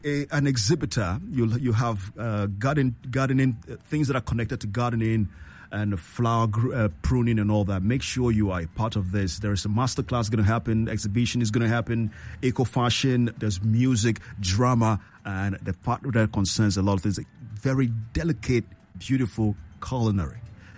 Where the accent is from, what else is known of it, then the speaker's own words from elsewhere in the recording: Tamale, Northern Region, Ghana; I come from Tamale.